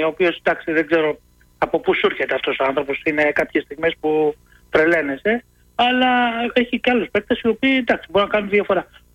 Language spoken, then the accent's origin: Greek; Aigaleo, Attica, Greece; now in Mandra, Greece; Μεγάλωσα στο Εγάλαιο και μένω στη Μάνδρα, έτσι.